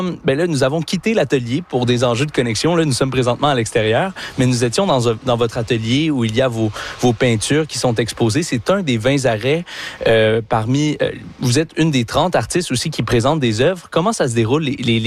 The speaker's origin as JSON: {"language": "French", "town": "Magog", "region": "Quebec", "country": "Canada", "tie": "born or raised there", "said": "je suis natif de Magog, ici dans la région"}